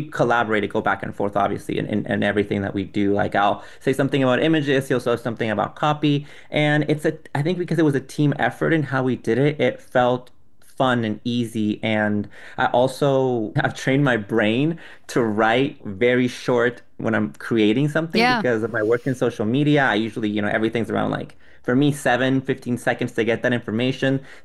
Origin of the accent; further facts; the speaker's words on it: Guatemala; first language Spanish; English is a second language; now in United States; I grew up in a household that spoke Spanish growing up in Guatemala, because I'm not from the United States. Right. So I learned English from books and TV shows and school.